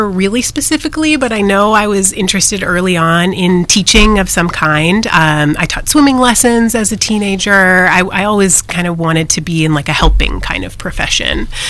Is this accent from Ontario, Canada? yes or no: yes; Toronto, Ontario, Canada; moved away as an adult; also born or lived in Vancouver; now in California, United States; I grew up in Canada, so we start learning French pretty early, and I always really loved learning French.